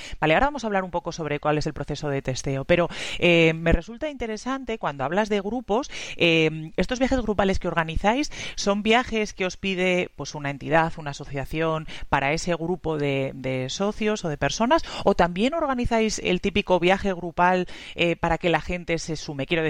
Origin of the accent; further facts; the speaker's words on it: La Rioja, Spain; pues nosotros somos de La Rioja, pero igualmente nos toca cerca, ¿no?